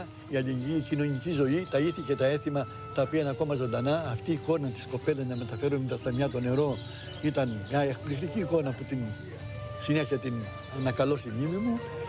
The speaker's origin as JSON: {"language": "Greek", "town": "Heraklion", "region": "Crete", "country": "Greece", "tie": "born or raised there", "said": "γιατί γεννήθηκα εδώ, αλλά έζησα και μεγάλωσα στο Ηράκλειο, όπου είχα την τιμή να γίνω και δήμαρχος."}